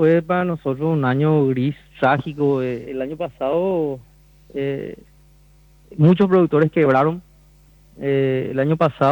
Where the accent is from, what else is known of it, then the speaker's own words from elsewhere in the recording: Paraguay; como ciudadano, como productor paraguayo